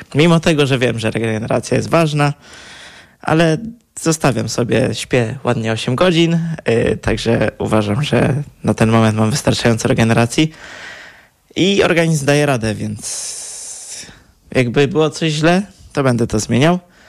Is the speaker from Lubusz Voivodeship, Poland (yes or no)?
no; Poznań, Greater Poland Voivodeship, Poland; Tak, jestem z Poznania.